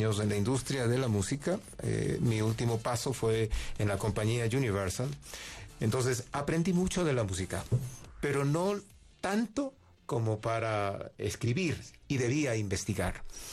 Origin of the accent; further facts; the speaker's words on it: Coast, Ecuador; como soy de la costa